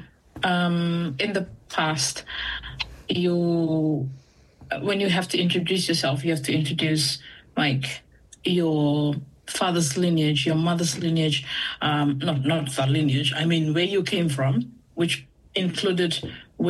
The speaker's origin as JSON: {"language": "English", "area": "Navakasiga district, Bua Province", "region": "Northern Division", "country": "Fiji", "said": "I'm from Nassau, which is the village, Navakasinga, which is the district, and Bua is the province."}